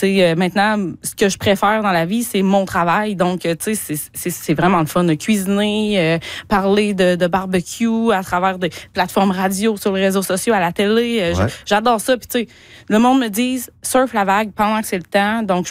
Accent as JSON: {"language": "French", "region": "Quebec", "country": "Canada"}